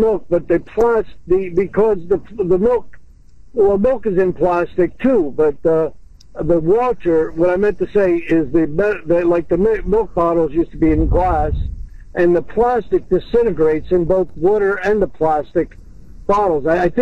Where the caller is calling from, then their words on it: Tampa, Florida, United States; I am really calling from Tampa, but I'm licensed in DC, so I'm using my DC phone.